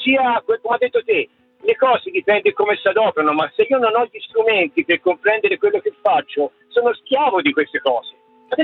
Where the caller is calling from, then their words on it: Santa Croce sull'Arno, Tuscany, Italy; io sto a Santa Croce